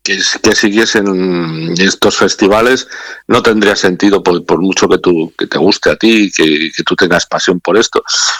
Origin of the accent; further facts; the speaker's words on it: Peñaranda de Bracamonte, Castile and León, Spain; born there; also born or lived in Zamora; zamorano soy de adopción y obviamente, como digo, ciudadano del mundo. Pero yo nací en Peñaranda de Bracamonte.